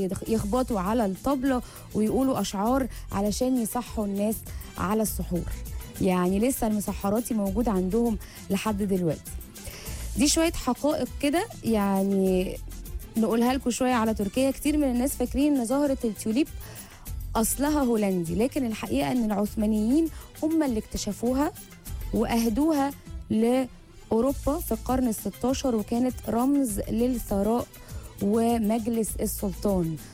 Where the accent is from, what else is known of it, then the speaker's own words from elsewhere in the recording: Egypt; قريبة مننا كمصريين